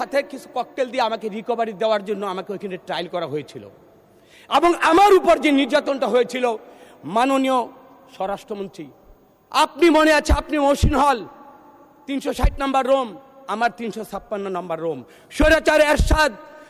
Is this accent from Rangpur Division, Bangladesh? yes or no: no; Munshiganj, Dhaka Division, Bangladesh; আমি মুন্সিগঞ্জের মানুষ।